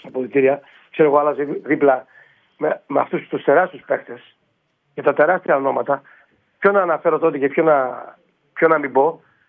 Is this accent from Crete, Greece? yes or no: yes; Garipa, Crete, Greece; Εγώ στο χωριό μου, τη Γαρίπα.